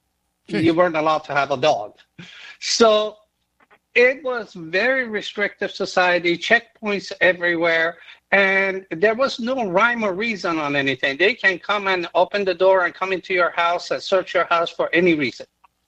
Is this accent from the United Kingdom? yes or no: no; Iran; That was somewhere around 1984, 1985, 86, in that period of time. And it was right after the Iran and Iraq war started.